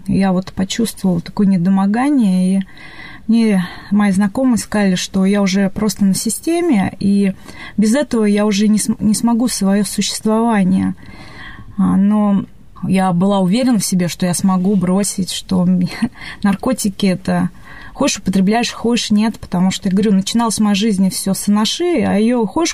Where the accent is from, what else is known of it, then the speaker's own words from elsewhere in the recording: Moscow, Russia; Мне 37 лет, я сама с города Москвы. Там родилась. Родилась я в Советском Союзе.